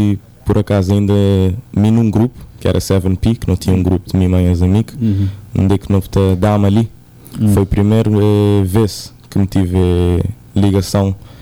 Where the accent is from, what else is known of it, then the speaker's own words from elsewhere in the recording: Sal, Cape Verde; also born or lived in São Vicente (birthplace, uncertain ASR); Sal. Nunca nasci ali, nasci na São Sendo, mas criei toda a minha vida ali na sala. Então, te considero a mim mesmo um salgadinho.